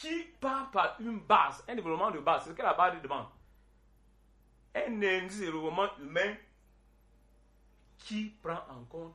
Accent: Cameroon; Qu'est-ce qui manque, par exemple, au Cameroun, puisque nous sommes des Camerounais?

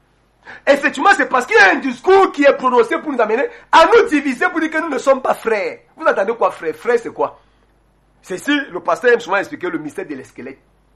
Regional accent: Cameroon; on a grandi ici en Konongo. Je parle Lombo

